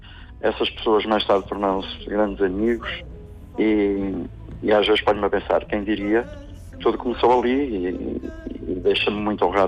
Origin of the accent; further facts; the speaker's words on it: Cinfães, Norte, Portugal; poder pôr a voz em algo da minha terra que já tinha sido tão difundido, tão divulgado pela grande